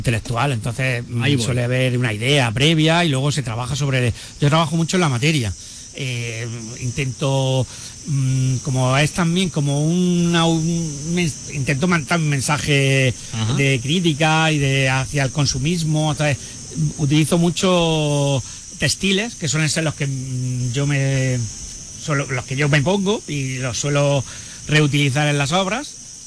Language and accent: Spanish; Almanzora Valley, Andalusia, Spain; now in Granada, Spain; he recorrido todo el Valle de Almanzora hasta llegar aquí y bueno, pues me ha traído estos paisajes tan sugerentes y que soy de la tierra.